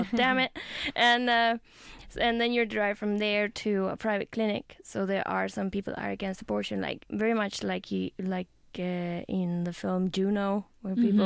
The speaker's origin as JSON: {"language": "English", "country": "Spain", "moved": "yes", "said": "I come from Spain. Spain is, as you all maybe not all of you, but many of you will know that it's a historically Catholic country"}